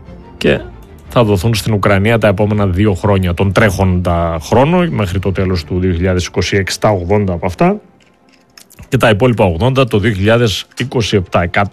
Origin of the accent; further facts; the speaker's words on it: Greece; για να αισθανόμαστε εμείς ως Έλληνες ενοχλημένοι